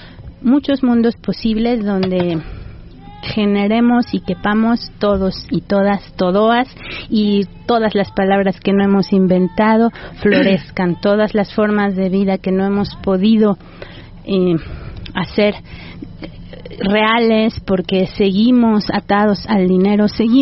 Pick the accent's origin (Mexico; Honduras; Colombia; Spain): Mexico; ni en México como mexicanos